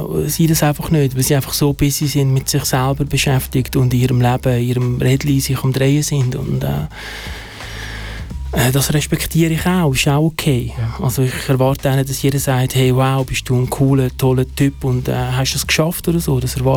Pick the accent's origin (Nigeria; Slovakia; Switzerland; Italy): Switzerland; born there; German is a second language; als ich in die Schweiz gekommen bin, habe ich kein Wort Deutsch können. Ich war 7 und musste in Deutschunterricht gehen.